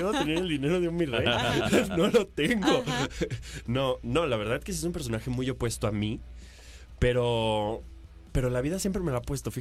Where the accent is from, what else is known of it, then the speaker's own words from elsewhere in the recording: Peru; Isabela es cubana, Denia es griega, yo soy peruano.